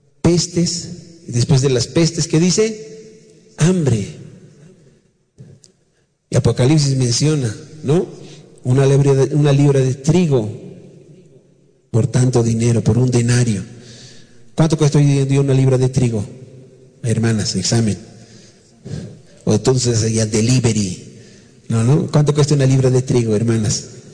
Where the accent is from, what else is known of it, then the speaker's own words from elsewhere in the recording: Venezuela; moved away; Así que por eso salimos de Venezuela.